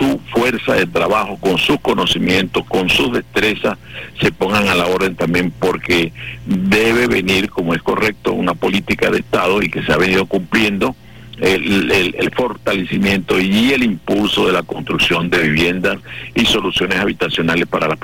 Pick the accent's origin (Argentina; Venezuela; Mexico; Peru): Venezuela; como el pueblo valiente que somos los venezolanos y las venezolanas.